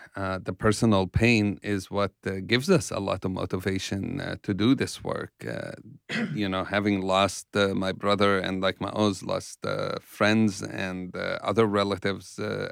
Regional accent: Jerusalem, East Jerusalem, Palestine; also born or lived in West Bank; I grew up in East Jerusalem and in the West Bank. And I grew up during the First Intifada and the occupation. I think first time I was shot at, I was 7 or 8. years old, and this was a norm for growing up as a Palestinian kid.

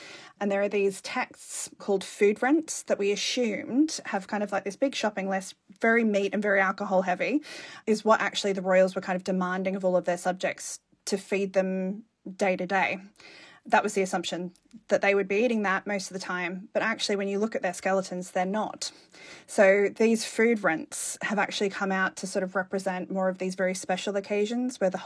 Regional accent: Australia; Like I come from Australia, barbecues and having a lot of meat

